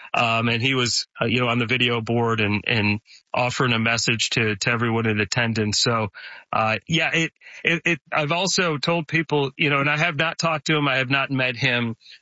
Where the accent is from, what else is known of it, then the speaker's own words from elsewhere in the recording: Detroit, Michigan, United States; You know, I grew up in Detroit, and, you know, I'm a Lions fan.